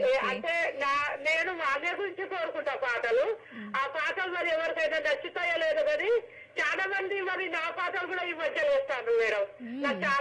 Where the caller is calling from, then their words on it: Kothagudem, Telangana, India; నేను కొత్తగూడెం బురిగడ్డ నుంచి మాట్లాడుతున్నా.